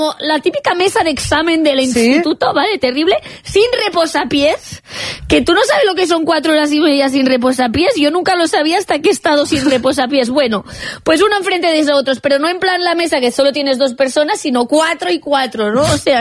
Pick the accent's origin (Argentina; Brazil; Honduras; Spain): Spain; Catalonia; yo pensaba que no podía ser más catalana, pues... Pues ahora soy más catalana aún.